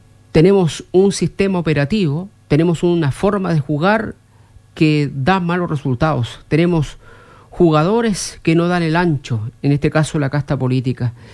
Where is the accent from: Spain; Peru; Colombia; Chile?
Chile